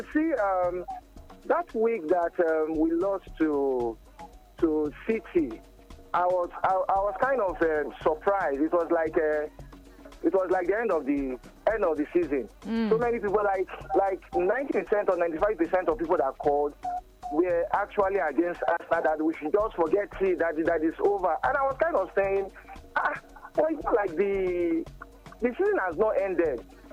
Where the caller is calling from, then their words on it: Lagos, Nigeria; I'm calling from Lekki.